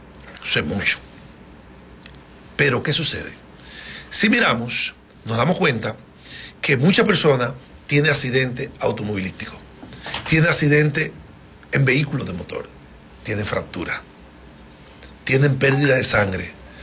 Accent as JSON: {"language": "Spanish", "country": "Dominican Republic", "said": "volviéndonos, como decimos dominicanos, locos"}